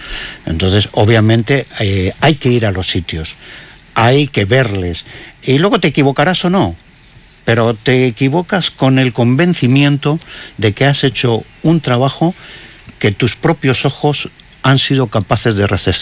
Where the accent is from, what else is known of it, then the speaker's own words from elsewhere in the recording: Guardo, Castile and León, Spain; Y el Coq, es que como yo soy de Guardo, conocía la antracita, porque mi padre trabajó en antracitas de Velilla